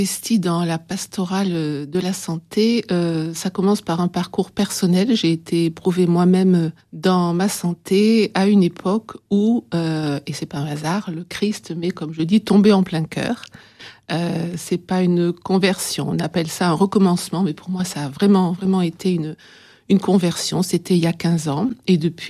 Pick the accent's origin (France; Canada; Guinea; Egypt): France; Provence-Alpes-Côte d'Azur; moved away as an adult; also born or lived in Beauvais diocese, Oise; depuis 3 ans ici, de retour sur mes terres provençales, je suis originaire de la région d'Aix-en-Provence.